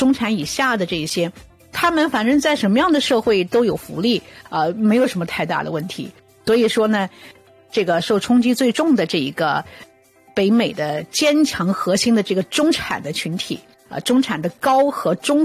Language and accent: Chinese; Canada